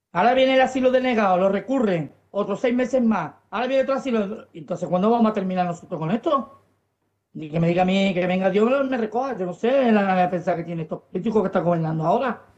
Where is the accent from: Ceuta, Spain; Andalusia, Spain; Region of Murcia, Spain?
Ceuta, Spain